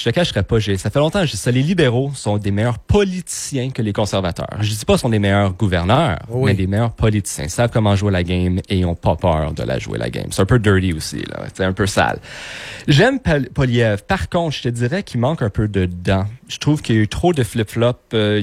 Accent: Montreal, Quebec, Canada; first language French; Je viens de Montréal, je suis de l'ouest de l'île, sauf que mes deux parents sont québécois pur-laine. Je suis pur-laine, donc français, c'est ma langue. Mais attendez, je ne parlais pas un mot anglais jusqu'à l'âge de 14 ans

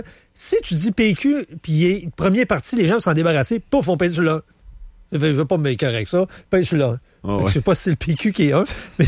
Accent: Quebec, Canada; born there; C'est dans mon patelin, là. Il se présente. C'est Tetford Mines, entre autres.

